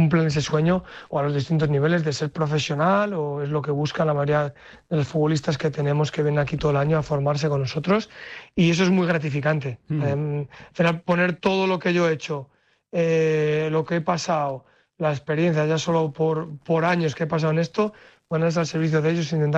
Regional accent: León, Castile and León, Spain; si soy ejemplo de algo que no es de ser cabezón como buen cazurro leonés

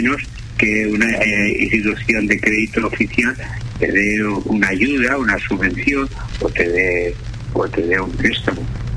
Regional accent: Tarragona, Catalonia, Spain; born there; Sí, yo que nací en la Imperial Tarraco, que fue la primera capital de Roma, de la Hispania

